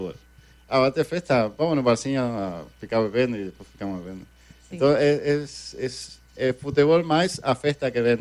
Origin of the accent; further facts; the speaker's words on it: Argentina; now in Brazil; quando sabe que eu sou argentino